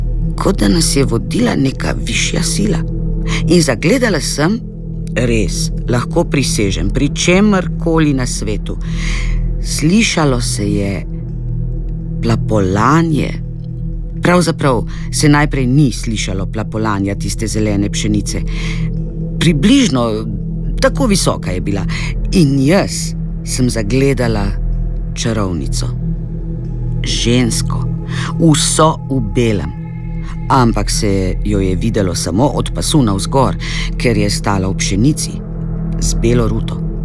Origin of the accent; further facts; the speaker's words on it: Mokrin, Vojvodina, Serbia; z njo sem se 4 leta vozila od Mokrina do Kikinde, ker sem odraščala v Mokrinu. To je na skrajnem severu Banata, na romunski meji. Tam blizu je tudi Mačarska.